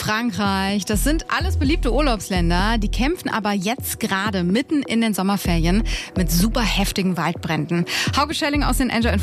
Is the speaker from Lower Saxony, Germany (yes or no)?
yes; Hannover, Lower Saxony, Germany; nämlich in der alten Stadionsporthalle in Hannover. In meiner Heimat, da laufen ab heute die Finals.